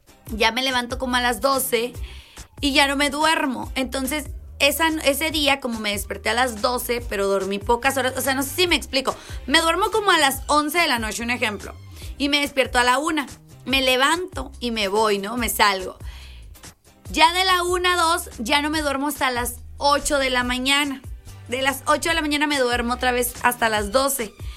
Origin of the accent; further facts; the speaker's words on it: Mexico; Como buenísimos mexicanos que somos.